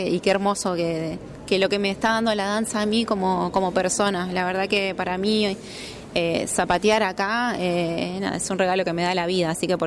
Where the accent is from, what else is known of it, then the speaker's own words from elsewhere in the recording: Pico Truncado, Santa Cruz, Argentina; Soy hija de la Patagonia también, soy de Pico Truncado, Santa Cruz.